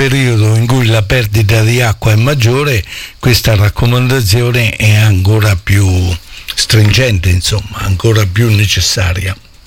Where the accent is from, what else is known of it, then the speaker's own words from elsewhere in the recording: Montappone, Marche, Italy; born there; poi detto da me che sono nato a Montappone, che dove i cappelli si fanno per tutto il mondo